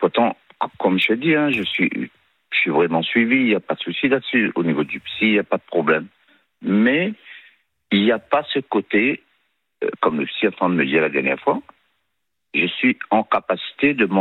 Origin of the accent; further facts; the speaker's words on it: Réunion; Je suis né à La Réunion. Mon père travaillait en métropole pendant X temps et il est retourné en métropole avec ma mère après.